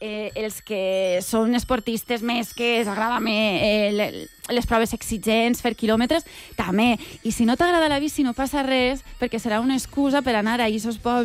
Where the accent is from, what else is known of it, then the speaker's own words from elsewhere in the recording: Alcoy, Valencian Community, Spain; I arribem a Alcoi, al meu poble.